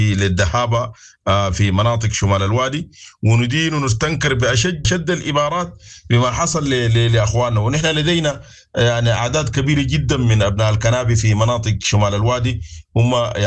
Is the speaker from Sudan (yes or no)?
yes; Sudan; ونحن كشعب سوداني